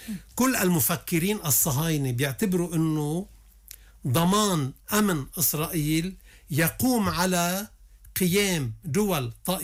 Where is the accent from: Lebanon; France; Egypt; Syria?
Lebanon; مشان هيك نحن مطلوب منا كلبنانيين نلتف قدر الإمكان على بعضنا ونفتش بسرعة عن حل سريع،